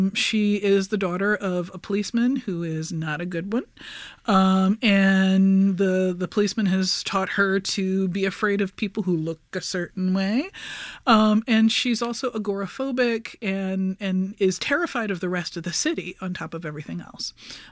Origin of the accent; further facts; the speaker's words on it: New York, United States; my own growing up in New York in the 80s